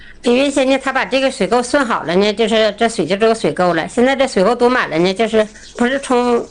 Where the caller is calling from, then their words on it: Xi'an, Shaanxi, China; 我是西安的。